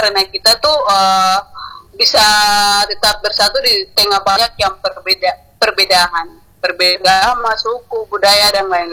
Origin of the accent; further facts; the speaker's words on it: Papua, Indonesia; moved away as an adult; now in Aceh, Indonesia; saya sendiri kan berasal dari Papua dan sekarang kuliah di Aceh ini.